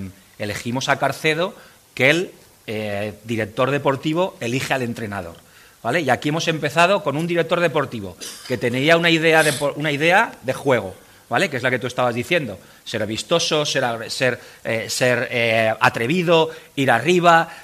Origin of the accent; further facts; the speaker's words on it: Zaragoza, Aragon, Spain; No, yo en realidad soy de Zaragoza.